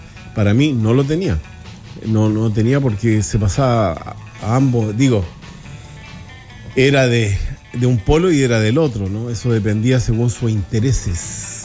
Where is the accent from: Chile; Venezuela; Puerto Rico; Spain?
Chile